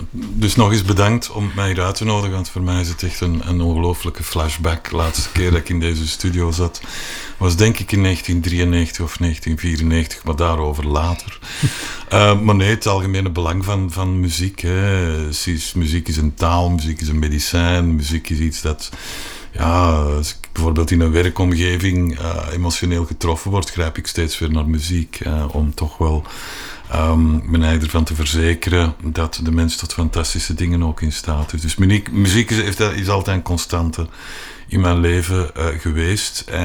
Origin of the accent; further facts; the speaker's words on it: Mortsel, Flanders, Belgium; moved away; ik kom uit Mortsel, Boeghout